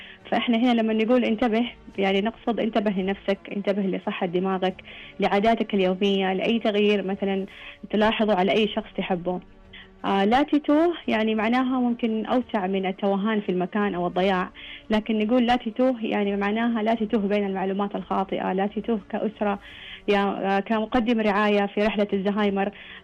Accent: Saudi Arabia; لما نتكلم عندنا بالسعودية نتكلم عن أرقام وتقديرات يعني توصل حوالي 130 ألف مصاب بالزهايمر

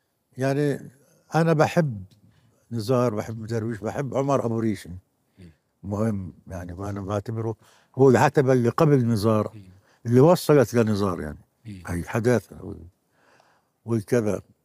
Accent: Palestine; فإحنا اثنين يعني عرفوا إنه إحنا فلسطينيين.

